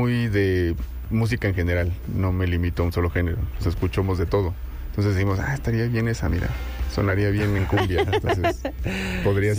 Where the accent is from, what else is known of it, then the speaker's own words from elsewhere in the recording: Sonora, Mexico; Entonces, básicamente nací y crecí aquí, en la Sonora.